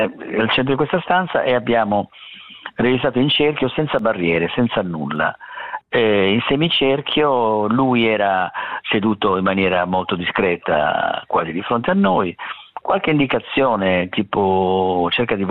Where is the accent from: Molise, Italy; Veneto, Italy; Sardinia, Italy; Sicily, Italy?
Sardinia, Italy; io parlo chiaramente da sardo